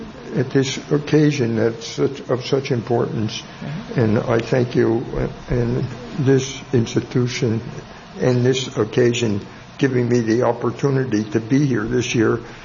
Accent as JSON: {"language": "English", "town": "Newark", "region": "New Jersey", "country": "United States", "tie": "born or raised there", "said": "I grew up in Newark, New Jersey. My father was a lawyer. It was the Depression. I went to high school there."}